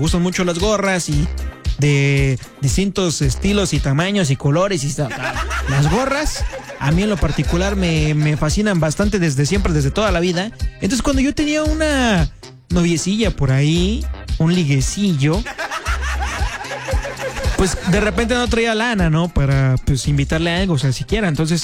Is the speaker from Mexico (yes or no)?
yes; Mexico; somos mexicanos y sobre todo somos rogones.